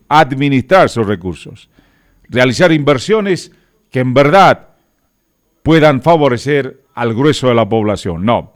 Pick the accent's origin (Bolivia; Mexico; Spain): Bolivia; como bolivianos carecemos de una memoria histórica.